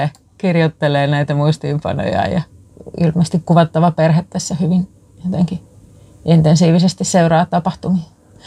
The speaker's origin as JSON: {"language": "Finnish", "town": "Kangasala", "region": "Pirkanmaa", "country": "Finland", "tie": "born or raised there", "said": "Kangasala mainittu. Mä oon sieltä kotoisin ja asun siellä"}